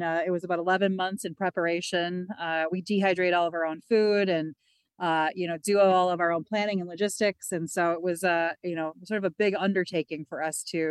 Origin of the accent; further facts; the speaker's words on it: Minocqua, Wisconsin, United States; And we're from Minocqua, Wisconsin.